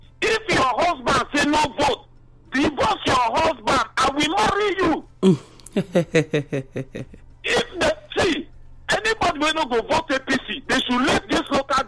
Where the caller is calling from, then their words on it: Igrita, Rivers, Nigeria; Good morning, Kate Ogan. I'm asking from Igrita.